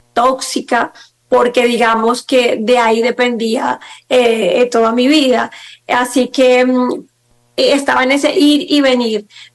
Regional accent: Huila, Colombia; moved away; yo soy de origen campesino, nací en un pueblo hermoso del departamento del Huila. Huérfana, a mí me criaron mis abuelos y como toda niña tuve que llegar a la ciudad

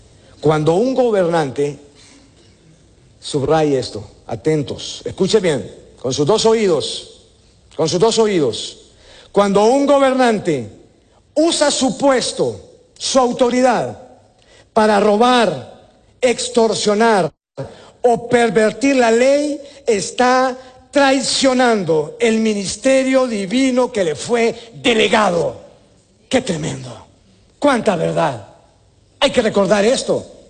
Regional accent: Honduras

